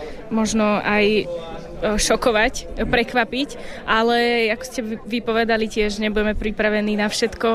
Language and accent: Slovak; Veľké Leváre, Trnava Region, Slovakia; a som z Veľkých Levár.